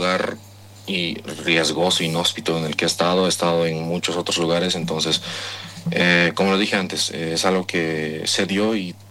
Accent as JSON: {"language": "Spanish", "town": "Tupiza", "region": "Potosí", "country": "Bolivia", "tie": "born or raised there", "also_born_or_lived": "Oruro", "said": "el sur de Potosí. He vivido mucho tiempo allí, pero bueno, nacido en Oruro, pero criado en Tupiza"}